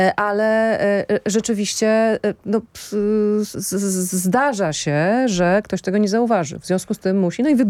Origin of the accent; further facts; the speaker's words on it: Radom, Masovian Voivodeship, Poland; Jesteśmy oboje z Radomia